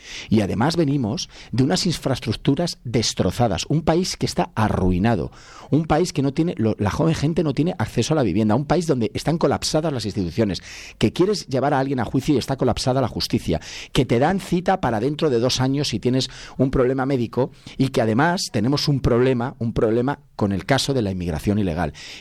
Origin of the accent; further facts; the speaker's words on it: Castile and León, Spain; en mi tierra han sacado 33 en Castilla y León